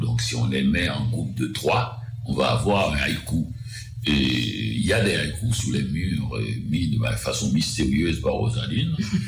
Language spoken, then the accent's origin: French; Petit-Goâve, Ouest, Haiti; Parce que là où je vivais, j'ai passé mon enfance à Petit Gouave, il y avait des marais autour